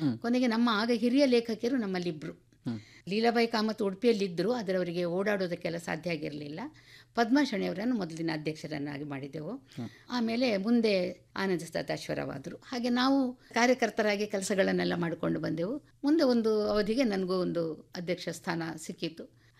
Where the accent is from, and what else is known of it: Dakshina Kannada district, Karnataka, India